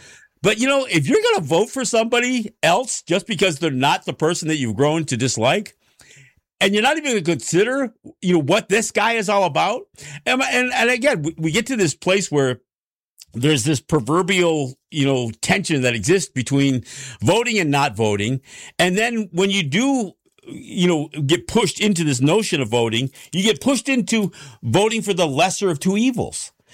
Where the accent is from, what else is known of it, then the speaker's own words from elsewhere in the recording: Kahnawake, Quebec, Canada; my hometown of Gunawage.